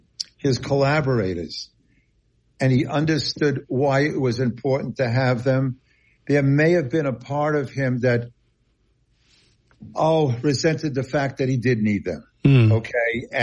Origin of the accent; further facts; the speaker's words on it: Long Island, New York, United States; this was my city. I grew up on Long Island.